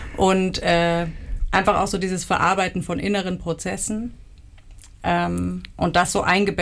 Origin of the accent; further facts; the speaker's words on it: Kempten, Bavaria, Germany; born there; moved away; ich bin eigentlich ursprünglich gebürtige Allgäuerin aus Kempten.